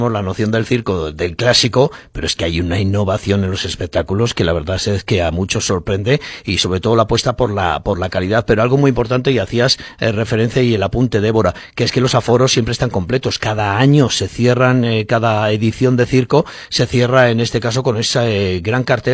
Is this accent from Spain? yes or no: yes; Castile and León, Spain; como muchos castellanos y leoneses podemos hacer ese viaje de ida y vuelta